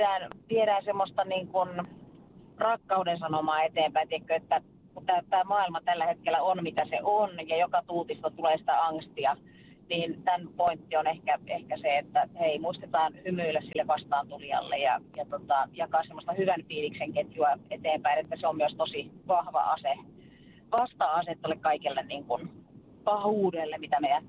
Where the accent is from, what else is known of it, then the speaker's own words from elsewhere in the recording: France; mä oon itse viettänyt lapsuuteni Ranskassa, että mä olin 4, kun mä muutin sinne, niin se jäi semmoiseksi tosi vahvaksi tunnekieleksi.